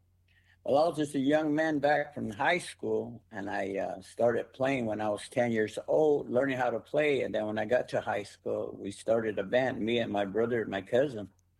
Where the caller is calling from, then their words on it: Gila River Indian Community, Arizona, United States; I am calling from Arizona, from the Hilo River Indian Community.